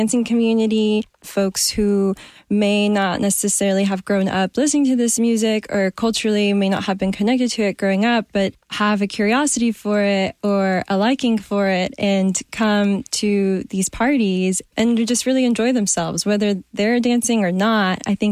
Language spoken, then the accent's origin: English; Nashville, Tennessee, United States; My family's from Mexico, and I grew up here in Nashville